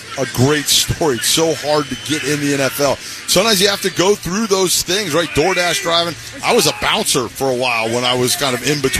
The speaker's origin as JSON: {"language": "English", "town": "Virginia Beach", "region": "Virginia", "country": "United States", "tie": "born or raised there", "said": "I grew up in Virginia Beach, Virginia."}